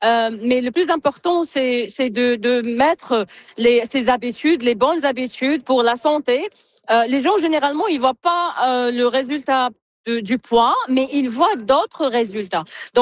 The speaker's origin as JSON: {"language": "French", "region": "New Brunswick", "country": "Canada", "said": "Je suis de Nouveau-Brunswick, je suis pas d'ici."}